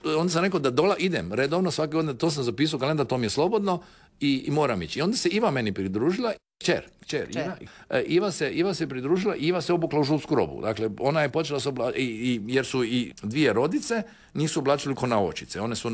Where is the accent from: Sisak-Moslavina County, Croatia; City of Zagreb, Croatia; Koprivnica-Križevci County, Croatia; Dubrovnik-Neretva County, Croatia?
Dubrovnik-Neretva County, Croatia; Dubrovnik; ja sam iz Dubrovnika, zašto sam neko ne? Ja sam iz Dubrovnika pobjegao na Lopud, na otok, s kojim ja realno nemam nikakve veze